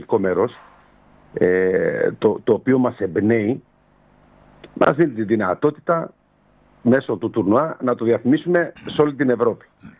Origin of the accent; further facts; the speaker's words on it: Rhodes, South Aegean, Greece; εμείς έτσι είμαστε, οι Ροδίδες είμαστε φιλόξενοι.